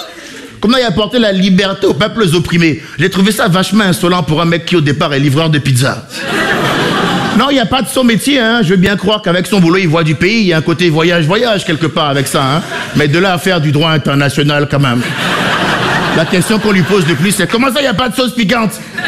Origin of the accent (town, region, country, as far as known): Benin; born or raised there